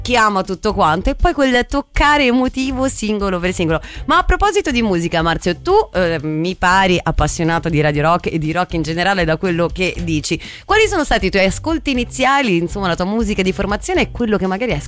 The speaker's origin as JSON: {"language": "Italian", "town": "Rome", "region": "Lazio", "country": "Italy", "tie": "born or raised there", "also_born_or_lived": "Piedmont", "said": "io sono piemontese ma sono cresciuta a Roma"}